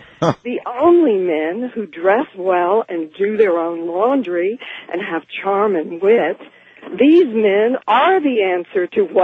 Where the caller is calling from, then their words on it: San Antonio, Texas, United States; from San Antonio.